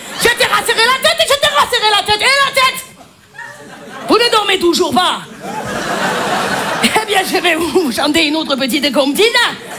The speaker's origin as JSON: {"language": "French", "town": "Marseille", "region": "Provence-Alpes-Côte d'Azur", "country": "France", "said": "je suis marseillaise. J'ai pas l'accent."}